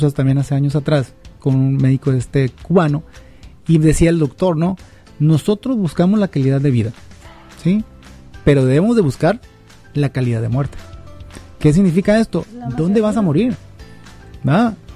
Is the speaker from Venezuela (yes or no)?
no; Mexico; Me empieza a doler el pecho, ahorita se me va a quitar, como buen mexicano, me tomo un paracetamol